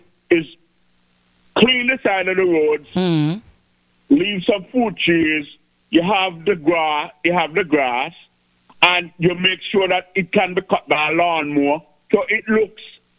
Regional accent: Antigua & Barbuda; we as Antiguans, we don't appreciate the aesthetics of our country.

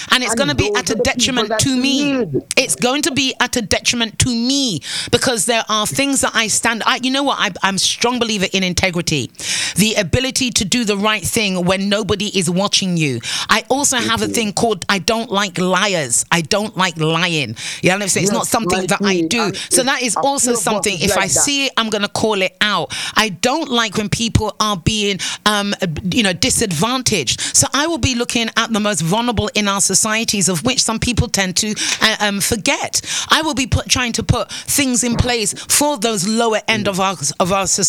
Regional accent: Antigua & Barbuda; accent: British; You are a born Antiquan. Antiguan and Barbuda before anybody tells me that with my my fake or my British accent, I must sing my hook and go back to wherever it is I've come from.

